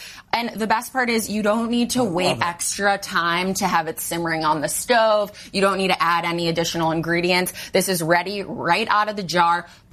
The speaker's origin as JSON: {"language": "English", "region": "Midwest", "country": "United States", "tie": "born or raised there", "moved": "yes", "said": "if you're in the Midwest, my hometown."}